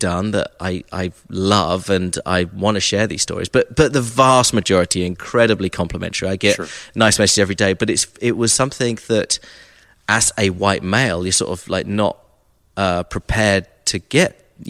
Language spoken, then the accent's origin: English; Brighton, South East England, United Kingdom; also born or lived in Nashville; now in Atlanta, United States; I'm from the south coast of England, Brighton.